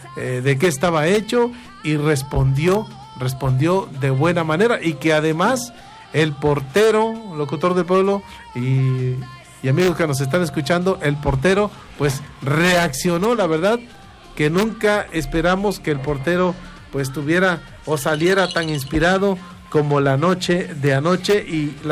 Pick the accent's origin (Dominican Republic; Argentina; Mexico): Mexico